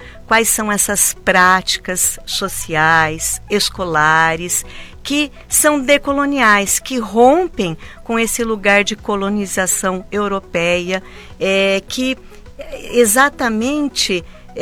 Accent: Brazil; Enquanto brasileiros que somos.

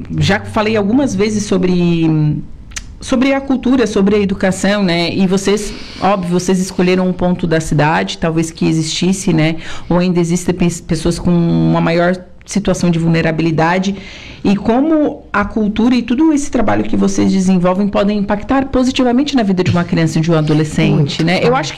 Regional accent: Rio Grande do Sul, Brazil; Eu sou gaúcha.

